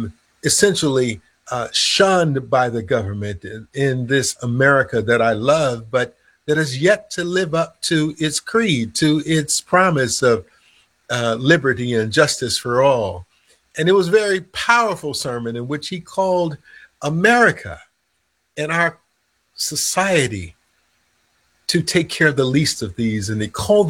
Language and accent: English; Chicago, Illinois, United States; I'm an old GPK, a grandparents, pastor's kid. I grew up in the Sanctified Church on the grand old best side, west side of Chicago.